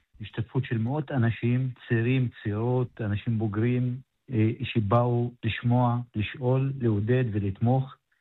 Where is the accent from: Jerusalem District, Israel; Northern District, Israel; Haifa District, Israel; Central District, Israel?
Northern District, Israel; Maghar; אני ממרר.